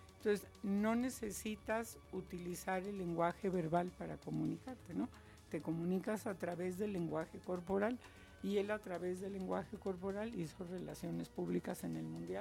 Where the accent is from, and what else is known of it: Mexico